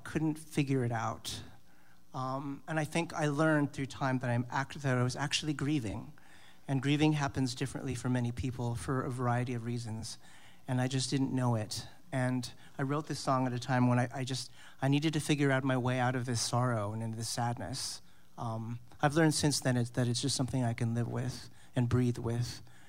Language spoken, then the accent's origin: English; Philippines; So I'm from the Philippines and come from multiple generations of farmers.